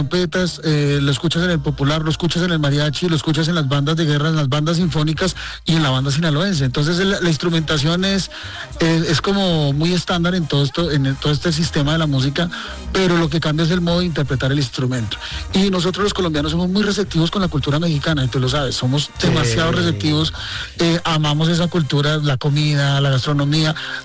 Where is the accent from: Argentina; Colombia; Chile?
Colombia; Bogotá; also born or lived in Cali; Sí, es que nosotros nacimos en Cali, pero toda nuestra carrera ha sido cundinamarquesa. Nosotros somos de Bogotá, hemos vivido en Bogotá todo el tiempo, entonces pues no tenemos el Cali